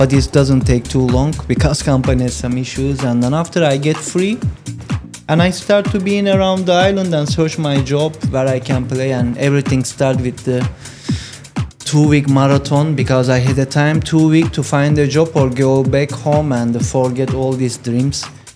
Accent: Izmir, İzmir, Turkey; English is a second language; moved away as an adult; also born or lived in Antalya; now in Phuket, Thailand; I been playing 2 years in my hometown in Izmir around, and after 2 years I decided to move to different direction to get out from my town and move to Antalya

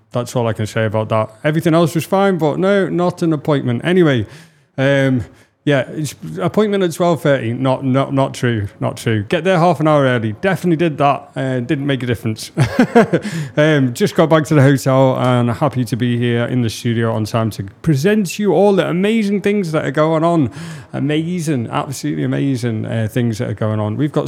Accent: England, United Kingdom; I'm an English man.

